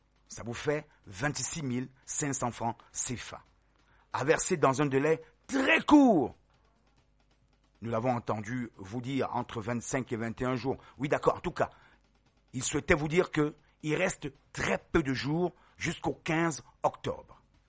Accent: Cameroon; comme on dit chez nous au Cameroun

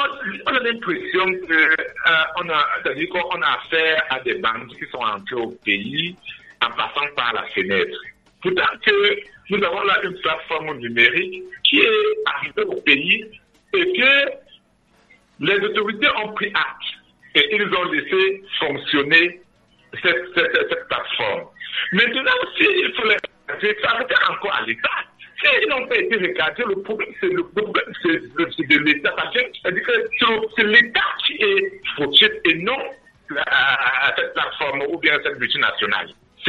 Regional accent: Cameroon; en tant que Camerounais

